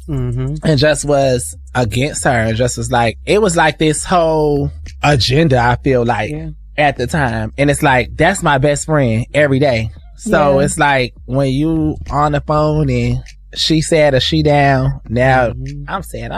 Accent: Florida, United States; it reminded me of growing up in Florida, though. Like, even being, that's when I was a little boy.

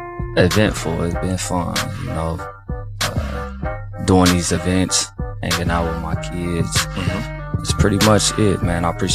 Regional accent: Chicago, Illinois, United States; One of my homies gave me that name when I moved out here from Chicago. At first, everybody was calling me

